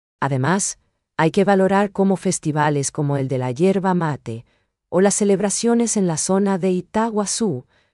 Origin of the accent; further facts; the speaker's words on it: Paraguay; el corazón del Paraguay late al ritmo de nuestras raíces guaraníes